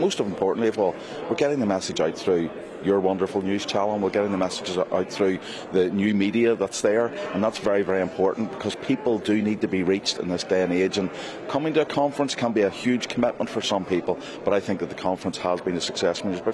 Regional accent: United Kingdom; I'm not ashamed of being a Brit and never will be.

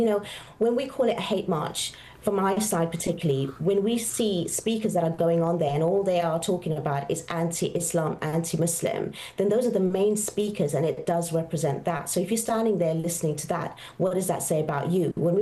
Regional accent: United Kingdom; I am proudly British and love this country.

